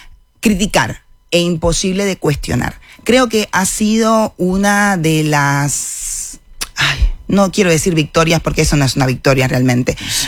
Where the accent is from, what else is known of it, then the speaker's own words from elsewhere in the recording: Moa, Holguín, Cuba; now in Uruguay; Pero mi ciudad natal era Moa. Moa es un, digamos, un municipio.